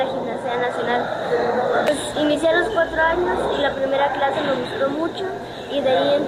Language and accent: Spanish; Ignacio de la Llave, Veracruz, Mexico; Vengo de Ignacio de la Llave, la popular Tequilla.